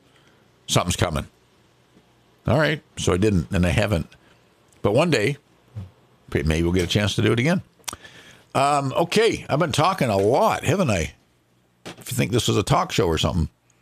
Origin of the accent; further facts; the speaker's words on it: London, Ontario, Canada; And, of course, London is my hometown. That's where I was born and raised. Born and raised in London, Ontario.